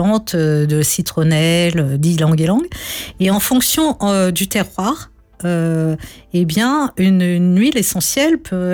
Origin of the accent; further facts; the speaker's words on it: Mauritius; Eh bien, écoutez, en tant que Mauricienne, j'avais ce besoin de revenir